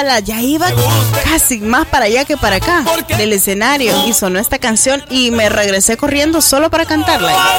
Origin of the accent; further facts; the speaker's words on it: Ahuachapán, El Salvador; moved away; allá en mi pueblo